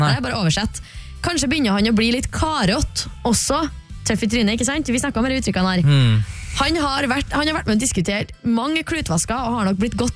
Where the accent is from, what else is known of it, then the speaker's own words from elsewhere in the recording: Trøndelag, Norway; og jeg er Trønder.